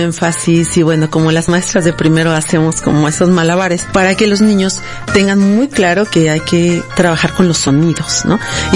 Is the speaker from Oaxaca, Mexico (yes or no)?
no; Jocotepec, Jalisco, Mexico; Y ya, pues es ahí donde, en Jocotepec lo acabo de presentar también, que es mi municipio, que es mi tierra.